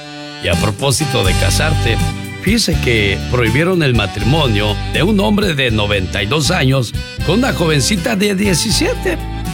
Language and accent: Spanish; Mexico City, Mexico; moved away; salí de la Ciudad de México, pero la Ciudad de México nunca salió de mí.